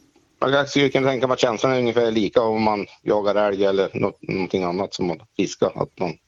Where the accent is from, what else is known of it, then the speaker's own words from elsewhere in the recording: Iggesund, Gävleborg County, Sweden; Ja, jag växte upp i Iggesund